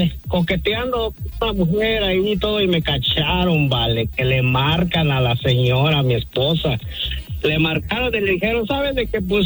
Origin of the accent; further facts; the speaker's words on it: Michoacán, Mexico; No, allá desde mi tierra natal, Michoacán, vale.